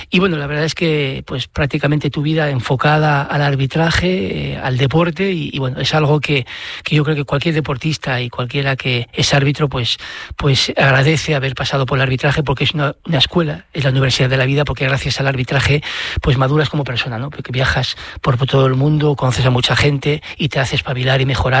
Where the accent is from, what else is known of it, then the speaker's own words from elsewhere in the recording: Asturias, Spain; al ser asturiano